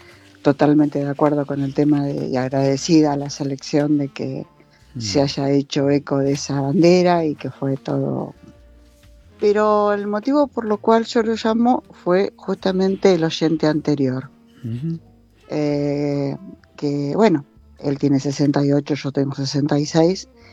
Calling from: La Plata, Buenos Aires Province, Argentina; soy de La Plata

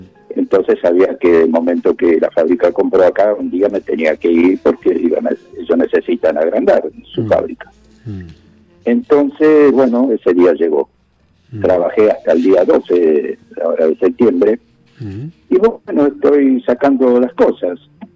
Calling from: Isidro Casanova, Buenos Aires Province, Argentina; Soy acá de Isidro Casanova

